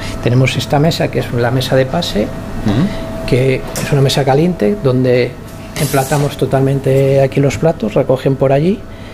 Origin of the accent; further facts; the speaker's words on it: Santiago de Compostela, Galicia, Spain; También na Mariña, pero bueno, venimos de Santiago.